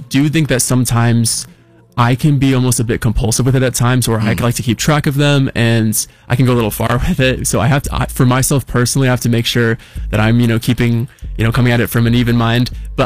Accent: Chagrin Falls, Ohio, United States; Yeah, I'm originally from Chagrin Falls, That's where I grew up.

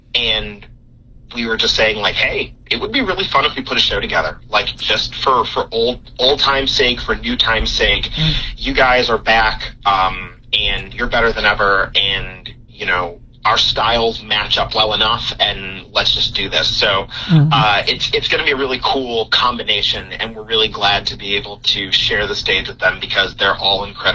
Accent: Lakewood, Ohio, United States; moved away as an adult; now in Northern Virginia, United States; me being from Cleveland, like, I grew up in Lakewood, went to Lakewood High School, went to Case.

